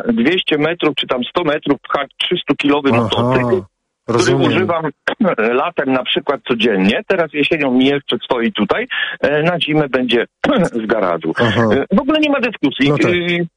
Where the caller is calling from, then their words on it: Bydgoszcz, Kuyavian-Pomeranian Voivodeship, Poland; Mieszkam w Bydgoszczy, na osiedlu Błonie